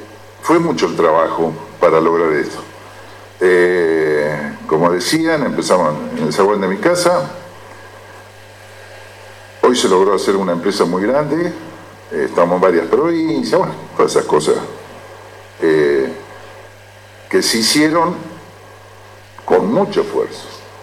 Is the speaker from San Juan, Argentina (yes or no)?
no; Capilla del Señor, Buenos Aires Province, Argentina; born there; now in Campana, Argentina; Mi pueblo es chico, yo tengo muchos familiares acá